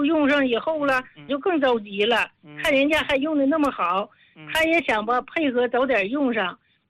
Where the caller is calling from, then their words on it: Shenyang, Liaoning, China; 我是沈阳的。